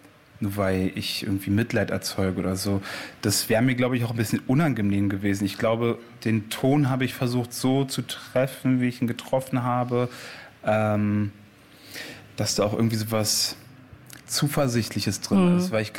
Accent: East Germany, Germany; genau wie ich halt den Osten und Deutschland als meine Heimat verinnerlicht habe

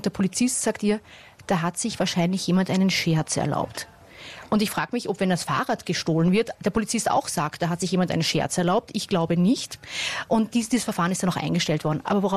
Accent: Austria; Ja, sogar wir kennen diesen Spruch.

